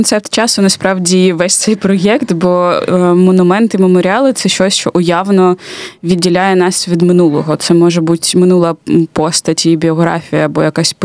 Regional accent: Kharkiv, Kharkiv Oblast, Ukraine; для мене як харків'янки

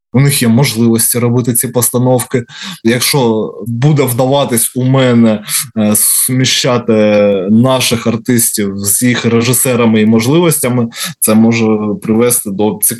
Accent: Kharkiv, Kharkiv Oblast, Ukraine; Ось я з Харкова, у нас є циркова студія

